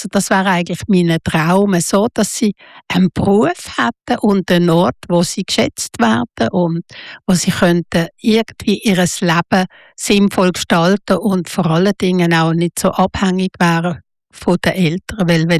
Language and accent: German; Basel, Basel-Stadt, Switzerland; Das war so Jugendhauszeit und ich bin in Basel aufgewachsen, oder?